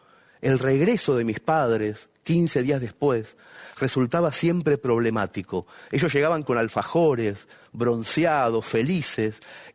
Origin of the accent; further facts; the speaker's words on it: Mercedes, Buenos Aires Province, Argentina; En mi pueblo natal, en Mercedes